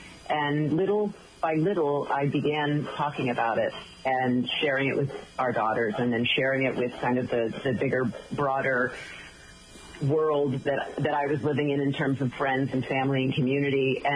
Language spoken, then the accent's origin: English; Massachusetts, United States; We're just north of Boston, so we were in my hometown.